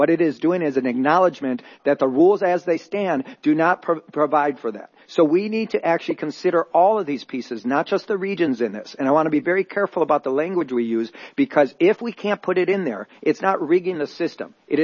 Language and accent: English; Minnesota, United States; as a fellow Midwesterner from the great state of Minnesota, who cares deeply about my region, my home state